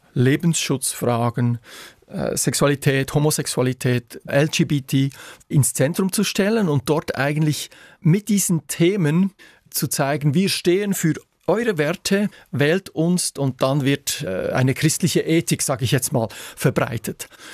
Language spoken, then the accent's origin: German; Switzerland; Ich bin ein Patriot, ich bin gerne Schweizer, ich bin stolzer Schweizer